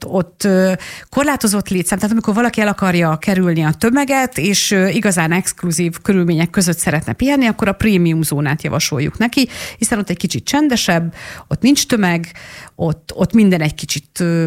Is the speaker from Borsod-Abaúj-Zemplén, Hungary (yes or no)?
no; Hajdúszoboszló, Hajdú-Bihar, Hungary; A legtöbb szoboszlói mondjuk ezt mondja, én nagyon lokálpatrióta vagyok, tehát én a fürdőben nőttem föl, én a fiatal koromat a fürdőben töltöttem.